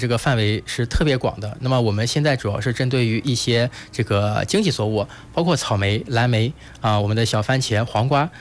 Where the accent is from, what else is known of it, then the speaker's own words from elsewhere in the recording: Jinan, Shandong, China; 第一是我的这个老家，我本身就出生在咱们历城区董家镇张二村。